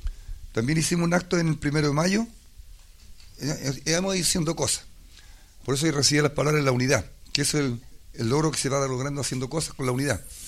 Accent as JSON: {"language": "Spanish", "town": "Penco", "region": "Biobío", "country": "Chile", "tie": "born there", "also_born_or_lived": "Talcahuano", "moved": "as an adult", "said": "nací en Penco, fui a los 25 de Penco, mi mundo laboral fue en Talcahuano, San Vicente."}